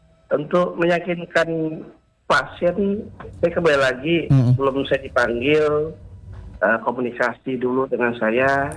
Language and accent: Indonesian; West Kalimantan, Indonesia; Saya berasal dari Kalimantan Barat.